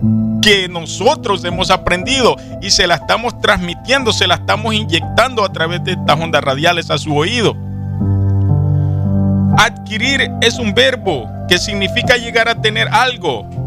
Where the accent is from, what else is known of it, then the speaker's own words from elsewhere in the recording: El Salvador; now in United States; Yo soy de la nacionalidad salvadoreño